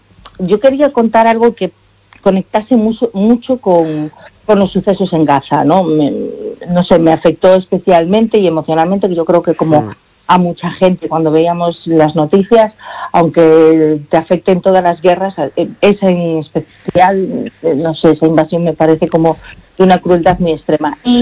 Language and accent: Spanish; Galicia, Spain; aquí, y nací aquí, y toda mi vida la he hecho aquí, ¿no? Y entonces, pues en ese sentido es como me siento muy gallega.